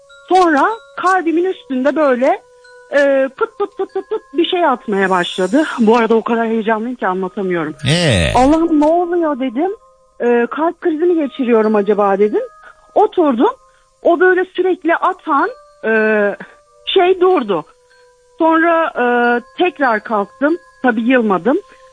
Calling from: İzmir, Turkey; Ben İzmir Karşıyaka'dan arıyorum. Pardon İzmir Bornova'da oturuyorum da Karşıyaka'da mağazam vardı.

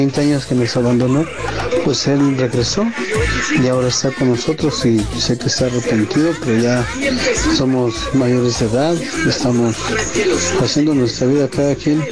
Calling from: Zinacantepec, State of Mexico, Mexico; desde Sinacantepec.

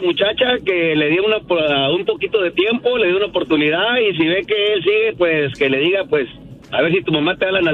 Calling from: Phoenix, Arizona, United States; De Phoenix, Arizona.

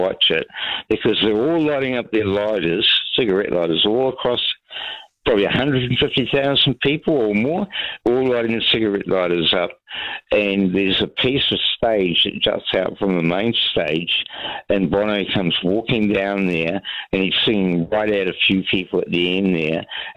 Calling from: Palmerston North, Manawatū-Whanganui, New Zealand

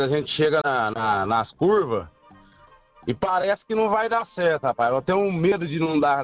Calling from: Barretos, São Paulo, Brazil; eu sou de Barretos.

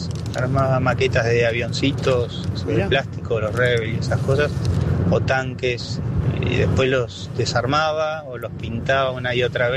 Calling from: Buenos Aires, Argentina; de Núñez. Tengo 53.

